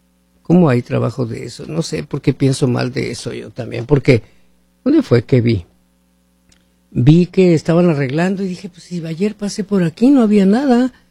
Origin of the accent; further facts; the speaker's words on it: Hermosillo, Sonora, Mexico; moved away; mi tierra, Hermosillo, es una de las ciudades más calientes allá en México.